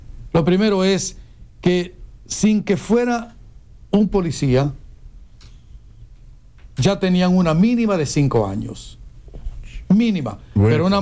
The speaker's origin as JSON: {"language": "Spanish", "country": "Dominican Republic"}